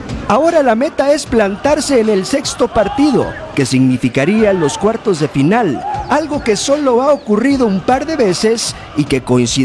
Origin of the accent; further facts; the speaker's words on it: Mexico; como muchos mexicanos hubiésemos querido abrazarlo